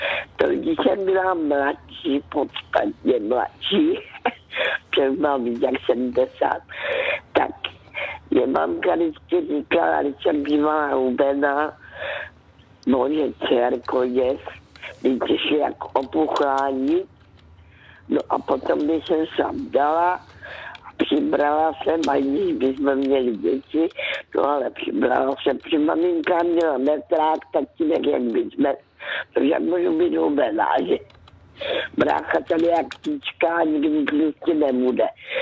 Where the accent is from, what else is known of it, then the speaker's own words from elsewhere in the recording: Karolinka, Zlín Region, Czechia; já jsem z Valašska, kde se narodila v Karolínce, kde je hrozně pěkné, aspoň mi se tam vždycky líbilo.